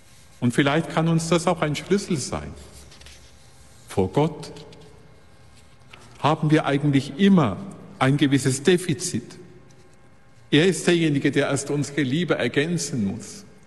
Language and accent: German; Kronach, Bavaria, Germany; born there; Ich bin ja in der Nähe von Bamberg geboren, in Kronach